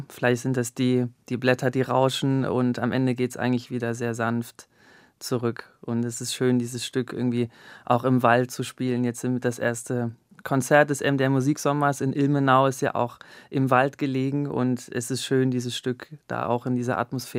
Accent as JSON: {"language": "German", "country": "Singapore", "tie": "born or raised there", "said": "Genau, ich bin in Singapur aufgewachsen, habe da auch 6 Jahre gelebt und die Zeit in der Grundschule. Die Grundschule war im Dschungel eigentlich gelegen."}